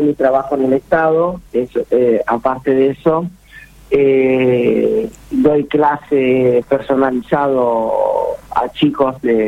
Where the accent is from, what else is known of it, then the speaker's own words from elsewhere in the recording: Cape Verde; moved away; yo cuando salí de Cabo Verde, yo sabía que nunca iba a ver a Cabo Verde jugando en un torneo tan importante